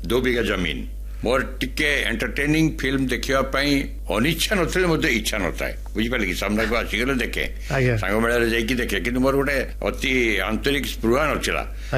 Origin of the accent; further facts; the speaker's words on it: Rairangpur, Odisha, India; ସେ ମୟୂରଭଞ୍ଜ ଷ୍ଟେଟ୍ରେ ଚାକିରି କଲେ, ମୁଁ ଜନ୍ମ ରାଇରଙ୍ଗପୁରରେ, ଏଠିକା ଲୋକ, ଏଠିକା ଜଳବାୟୁ, ଏଠିକା ପରିବେଶ ସବୁଥିରେ ମୁଁ ହେଲି।